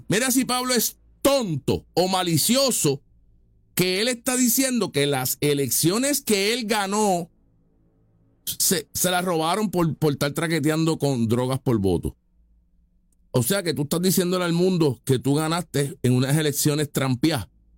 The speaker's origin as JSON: {"language": "Spanish", "country": "Puerto Rico", "said": "nosotros somos puertorriqueños, somos magas, somos conservadores, somos de derecha, somos estadistas y somos pro Estados Unidos."}